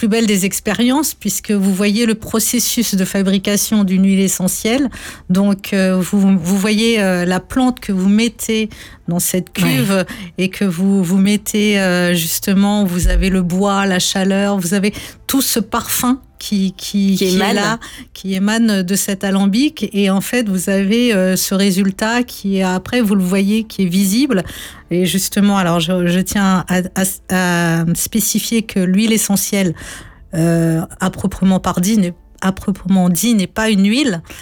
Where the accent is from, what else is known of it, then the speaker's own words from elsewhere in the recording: France; Et moi, j'ai un souvenir quand j'étais enfant en France, dans la cour de l'école, il y avait un énorme tilleul.